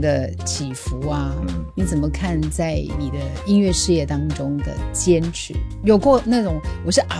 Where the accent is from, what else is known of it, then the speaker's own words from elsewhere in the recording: Singapore; 作为新加坡人